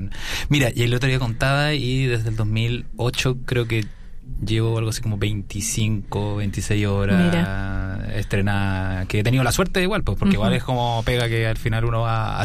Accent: Santiago, Santiago Metropolitan Region, Chile; que soy santiaguino tonto

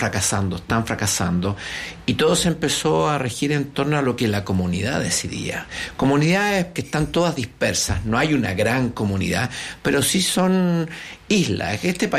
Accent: Chile; lo que somos como chilenos

